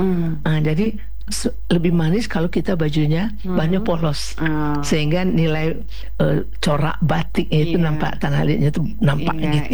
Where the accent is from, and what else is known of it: West Sumatra, Indonesia